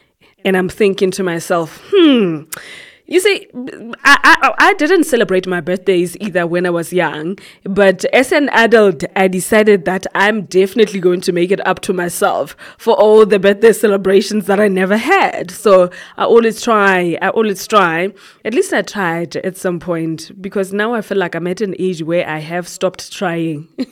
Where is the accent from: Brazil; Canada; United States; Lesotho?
Lesotho; Quthing; moved away; I'm from Kuting